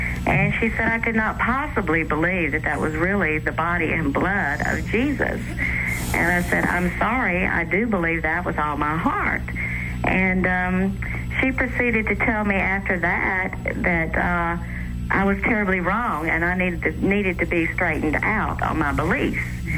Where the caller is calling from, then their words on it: Birmingham, United States; I'm calling locally. I'm here from Birmingham.